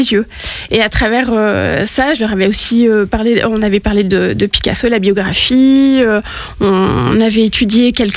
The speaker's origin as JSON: {"language": "French", "country": "Switzerland", "tie": "born or raised there", "moved": "as an adult", "lives_now": "Vendée, France", "said": "En fait, à la base, je suis professeure des écoles en Suisse, donc j'ai grandi en Suisse."}